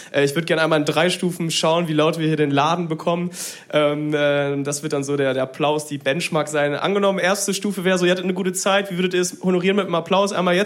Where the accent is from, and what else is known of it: Münster, North Rhine-Westphalia, Germany; born or raised there; now in Bielefeld, Germany